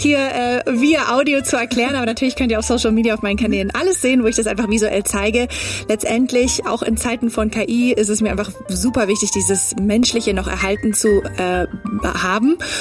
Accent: Germany; first language English; German is a second language; Also ich bin halb Amerikanerin. Ich bin zwar hier geboren und aufgewachsen, aber meine Mama ist Ami. Und ich habe selber eigentlich immer englische Musik gehört. Und meine Muttersprache ist Englisch.

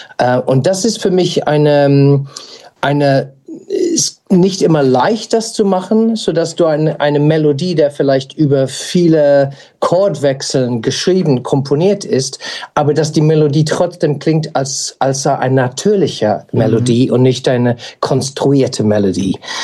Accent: United Kingdom; German is a second language

